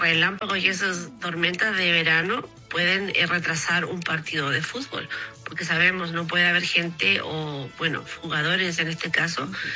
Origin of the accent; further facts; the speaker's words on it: Chile; Yo me siento muy orgullosa de mi tierra acá chilena